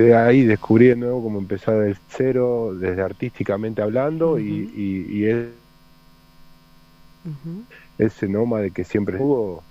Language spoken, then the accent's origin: Spanish; Patagonia, Argentina; Yo soy el argentino que anda tocando el bandoneón